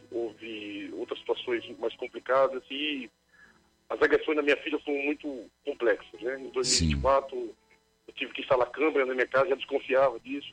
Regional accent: Recife, Pernambuco, Brazil; now in Brasília, Brazil; minha mãe é de Recife, eu sou de Recife também, mas estou em Brasília, tá, nesse momento, né?

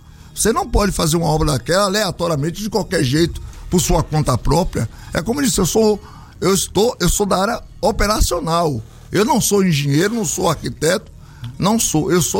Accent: Piauí, Brazil; born there; porque realmente eu nasci em Piauí.

